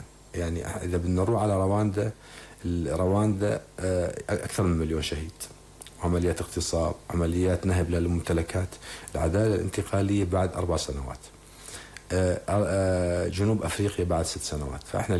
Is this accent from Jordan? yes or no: no; Syria